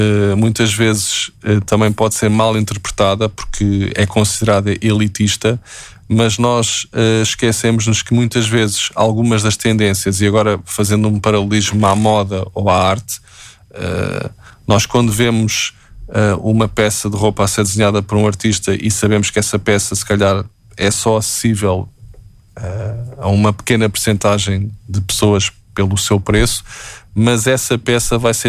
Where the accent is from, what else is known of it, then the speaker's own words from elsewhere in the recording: Portugal; Nós temos que pensar é que, como portugueses e como cozinha portuguesa